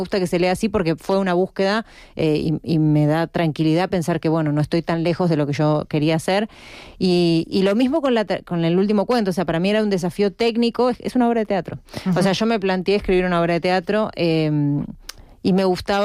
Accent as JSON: {"language": "Spanish", "town": "Madrid", "region": "Community of Madrid", "country": "Spain", "said": "somos tan madrileñas como el resto de las madrileñas, y en Madrid también se habla como hablamos nosotras, ¿no?"}